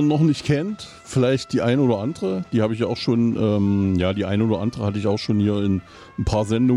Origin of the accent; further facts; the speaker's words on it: Eisenach, Thuringia, Germany; ich komme aus Eisenach